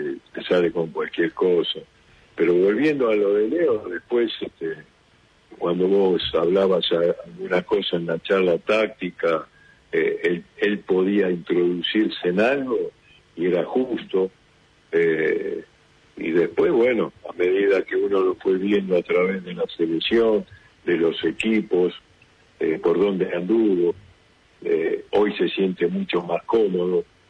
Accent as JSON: {"language": "Spanish", "region": "Buenos Aires", "country": "Argentina", "tie": "born or raised there", "said": "No, digo, nací en el Pirovano, y siempre estuve en capital"}